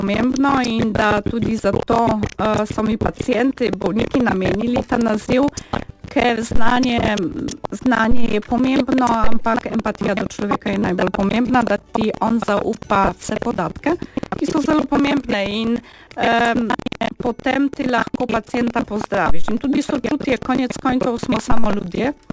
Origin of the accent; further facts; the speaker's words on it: Kraków, Lesser Poland, Poland; Slovenian is a second language; moved away as an adult; now in Slovenia; Ja, prihajam iz Poljske, iz Krakova, tam sem študirala medicino, spoznala svojega moža in potem sva se odločila, da mogoče nadaljujeva svojo pot v Sloveniji.